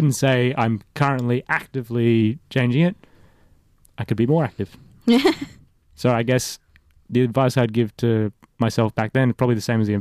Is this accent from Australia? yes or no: yes; Australia; born there